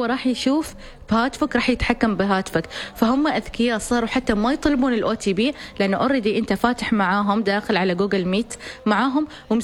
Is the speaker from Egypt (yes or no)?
no; Oman; كلنا نحن كعمانيين نتجنب الاحتيال الإلكتروني،